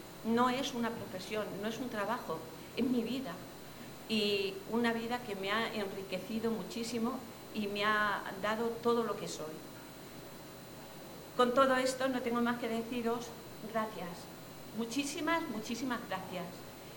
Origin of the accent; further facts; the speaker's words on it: Miguelturra, Castilla-La Mancha, Spain; transmitirle el amor a mi pueblo, que era su pueblo a la vez